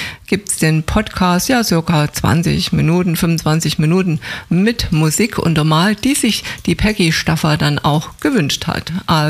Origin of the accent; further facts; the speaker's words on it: Gaschwitz, Saxony, Germany; born there; Ich bin ja in Gaschwitz geboren